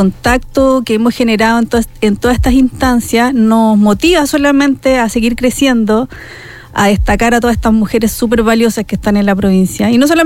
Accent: Santiago, Santiago Metropolitan Region, Chile; moved away as an adult; also born or lived in Illapel; now in Los Vilos, Chile; a trabajar en Illapel y en mis viajes constantes a Santiago, porque en realidad yo soy de Santiago

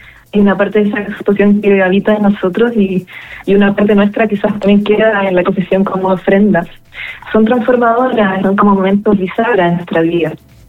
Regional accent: Santiago, Santiago Metropolitan Region, Chile; no somos de los vilos, somos de Santiago.

